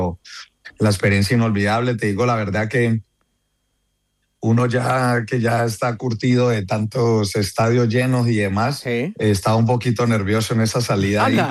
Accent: Cali, Valle del Cauca, Colombia

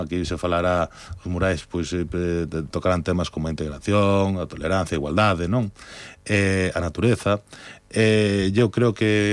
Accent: Galicia, Spain; creo que como galegos nós tamén temos que apostar polo noso

